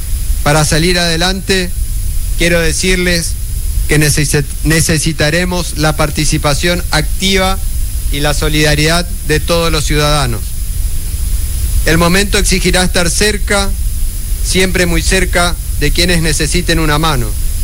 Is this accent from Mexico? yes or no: no; Corrientes, Argentina; Todos somos correntinos y todos somos argentinos.